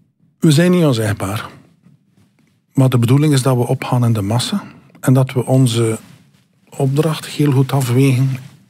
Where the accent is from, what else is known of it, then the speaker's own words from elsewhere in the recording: Flanders, Belgium; als West-Vlaming in Antwerpen gaan werken, is niet echt een optie.